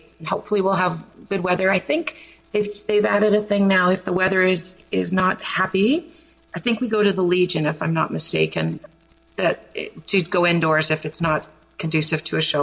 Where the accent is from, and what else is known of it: Saskatoon, Saskatchewan, Canada; born or raised there; also born or lived in Ottawa / Toronto; now in Niagara, Canada